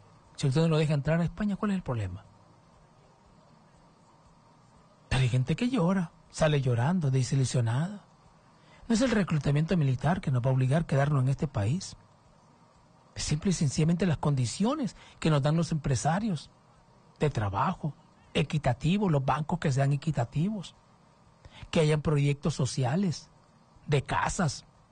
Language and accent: Spanish; Honduras; como hondureño no le van a perdonar